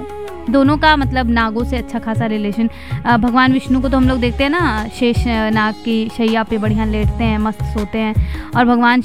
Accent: Punjab, India; moved away; मेरा बचपन जो है पंजाब में बीता है

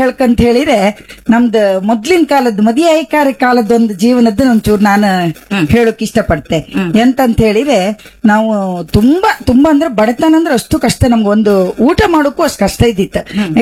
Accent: Kundapura, Karnataka, India; accent: Kundapura Kannada; ನಾವು ಕುಂದಾಪುರದಾಗೆ, ನೀವು ಹೇಳಿದಂಗೆ ಕುಂದಾಪುರದಾಗೆ ಹುಟ್ಟಿದ್ದ. ಸಾಲಿಗ್ರಾಮದಲ್ಲಿ ಚಿತ್ರಪಾಡಿ ಅಂತ ಒಂದು ಗ್ರಾಮ, ಅಲ್ಲಿ ನನ್ನ ತಂದೆ ಮನೆ, ನನ್ನ ಅಪ್ಪನ ಮನೆ ಅಲ್ಲೇಯ.

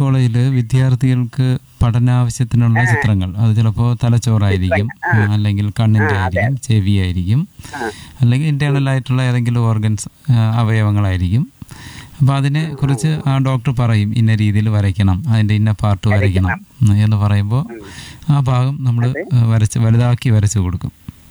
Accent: Nedumangad, Kerala, India; ഞാൻ ചിത്രകാരനാണ്. നെടുമങ്ങാട് പനയമുട്ടം എന്ന് പറയുന്ന സ്ഥലത്താണ് എന്റെ സ്വദേശം.

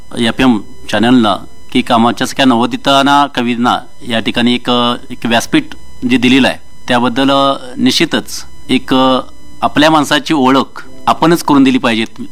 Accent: Kudremani, Karnataka, India; also born or lived in Belgaum; तिथं माझा जन्म 1973 मध्ये झाला आणि प्राथमिक शिक्षण मी तिथल्या आपल्या गावच्या कुद्रेमणी गावच्या मराठी शाळेमध्ये घेतलं. माध्यमिक शिक्षणही कुद्रेमणी हायस्कूल कुद्रेमणी इथं मी घेतलं.

